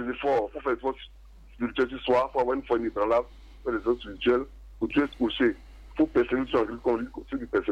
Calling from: Toumodi, Lacs, Côte d’Ivoire; Oui, j'appelle de Toumoudi.

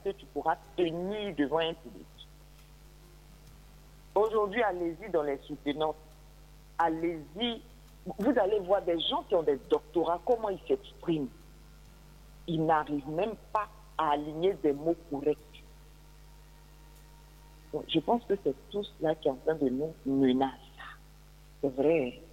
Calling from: Côte d’Ivoire; chez nous en Côte d'Ivoire

